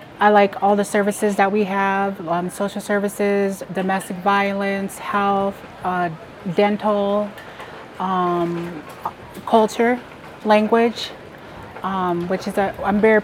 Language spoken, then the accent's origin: English; Lincoln, Nebraska, United States; I'm from Lincoln, Nebraska.